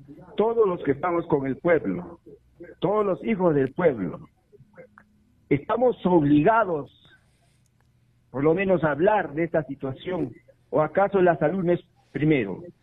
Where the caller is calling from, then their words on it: Juliaca, Puno, Peru; desde Juliaca.